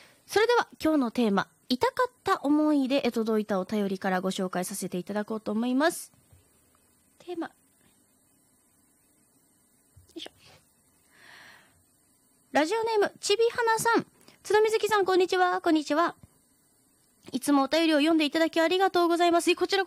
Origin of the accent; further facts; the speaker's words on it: Miyazaki, Japan; moved away; 私の地元宮崎県